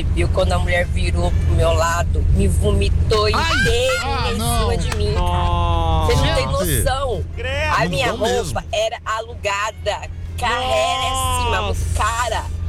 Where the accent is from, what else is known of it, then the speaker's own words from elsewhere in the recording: Quatá, São Paulo, Brazil; Sou do interior de São Paulo, sou de Quatá.